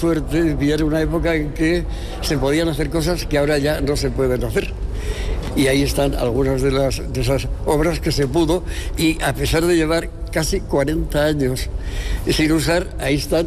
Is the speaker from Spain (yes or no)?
yes; Segovia, Castile and León, Spain; Yo soy de Segovia. Entonces, a mí repetir trajes segovianos no me apetecía gran cosa